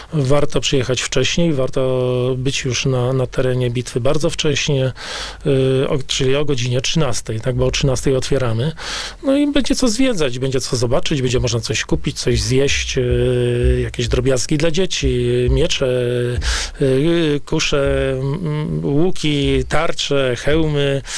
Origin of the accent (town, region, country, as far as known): Pomeranian Voivodeship, Poland